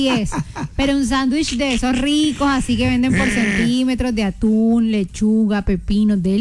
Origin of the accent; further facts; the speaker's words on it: Cartagena, Bolívar, Colombia; también soy cartagenera.